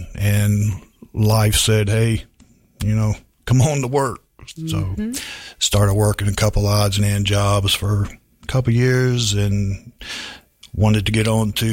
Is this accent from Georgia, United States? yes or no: yes; Augusta, Georgia, United States; I'm from Augusta originally, awesome. Born and raised. Went to Westside High School.